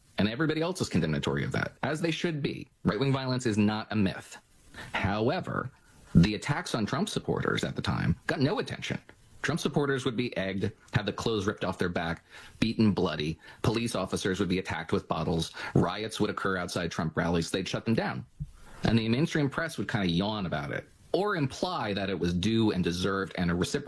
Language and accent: English; New Jersey, United States; born or raised there